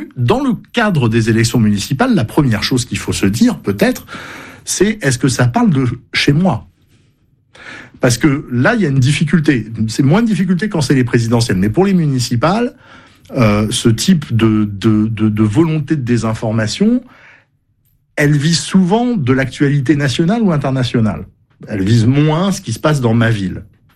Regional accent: Bordeaux, Nouvelle-Aquitaine, France; moi je suis bordelais, je trouve que c'est un très très bon journal

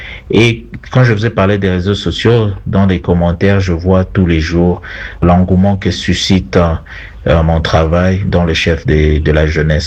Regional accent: Bukavu, South Kivu, DR Congo; je suis en train de participer à une œuvre de cette envergure pour le bien de l'environnement de ma ville natale

